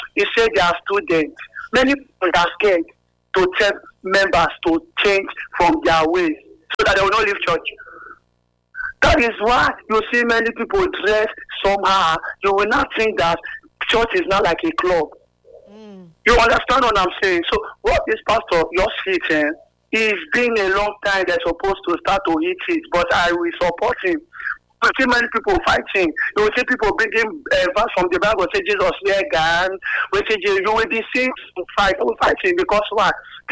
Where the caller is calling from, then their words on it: Benin City, Edo, Nigeria; I'm calling from Benin City.